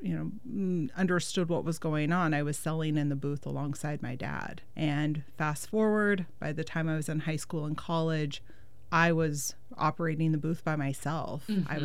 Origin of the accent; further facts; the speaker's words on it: Portland, Oregon, United States; I often joke that I was raised under the Burnside Bridge